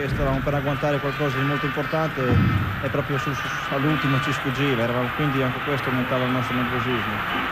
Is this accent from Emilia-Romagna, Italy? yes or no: yes; Cesena, Emilia-Romagna, Italy; il Cesena sia andato in Coppa UEFA, perché è la squadra della mia terra